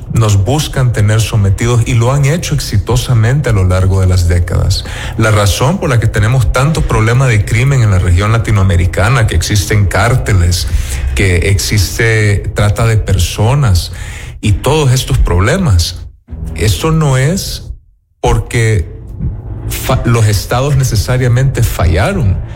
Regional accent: El Salvador; yo vengo de El Salvador

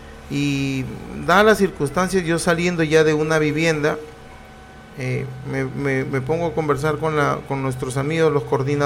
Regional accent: Túcume, Lambayeque, Peru; Participamos como un ciudadano más de este pueblo que me vio nacer, crecer. Mi abuelo fue autoridad, fue alcalde, mi madre una excelente persona, yo vengo de familia muy bien vista en mi pueblo

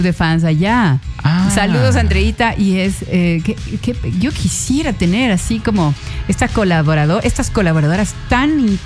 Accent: Machala, El Oro, Ecuador

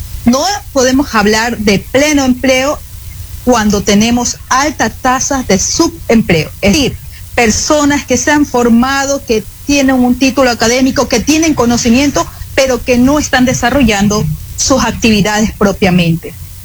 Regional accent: Ecuador

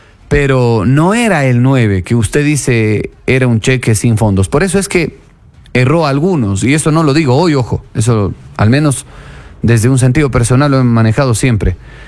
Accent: Ecuador

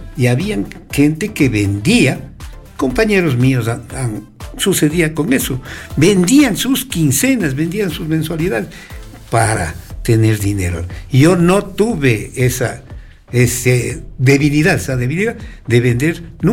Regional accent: Pujilí, Cotopaxi, Ecuador; also born or lived in Quevedo, Los Ríos; De la provincia de Los Ríos, claro, ya me regresé a la provincia de Cotopaxi, de donde me precio de ser cotopaxense, y a mi tierra, Pujilí, París y Londres.

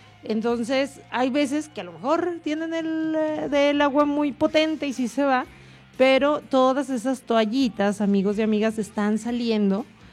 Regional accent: San Diego de la Unión, Guanajuato, Mexico; now in Camargo, Mexico; En mi pueblo, y te estoy hablando de San Diego de la Unión, Guanajuato

